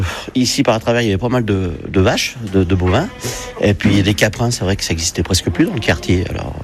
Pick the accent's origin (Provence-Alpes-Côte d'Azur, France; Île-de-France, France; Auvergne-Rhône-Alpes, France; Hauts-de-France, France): Auvergne-Rhône-Alpes, France; Saint-Savin; Alors, j'espère vieillir dans ma terre natale. Ouais. C'est pour ça que j'ai jamais voulu quitter Saint-Savin.